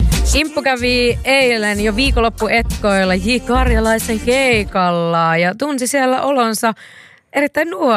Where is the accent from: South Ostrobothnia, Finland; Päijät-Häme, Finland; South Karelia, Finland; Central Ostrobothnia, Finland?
South Ostrobothnia, Finland; Nurmo; Nurmossa mun kotikunnan, niin kuin siellä, missä mä oon kotoisin